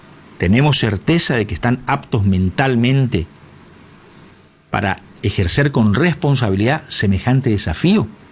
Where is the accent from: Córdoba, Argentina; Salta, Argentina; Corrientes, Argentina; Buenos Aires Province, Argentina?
Corrientes, Argentina; somos correntinos y por ahí nos preocupamos por lo que pasa con la policía de Corrientes porque estamos acá